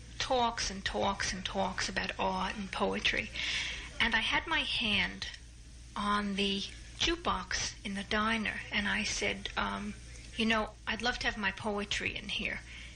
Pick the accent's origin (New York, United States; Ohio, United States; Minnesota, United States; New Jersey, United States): New Jersey, United States; Newark; growing up in Newark